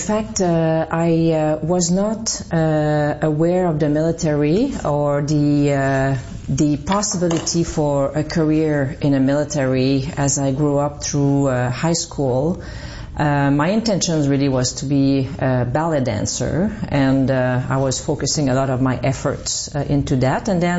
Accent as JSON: {"language": "English", "town": "Val des Sources", "region": "Quebec", "country": "Canada", "said": "So I come from Val des Sources. It's a small, it used to be a mining town, mining asbestos."}